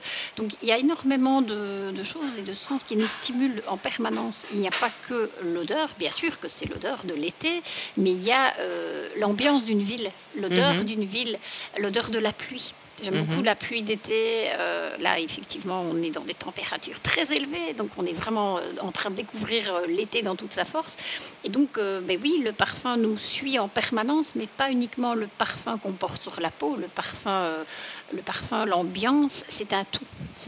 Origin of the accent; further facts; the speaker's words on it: Liège, Wallonia, Belgium; moi aussi je suis liégeoise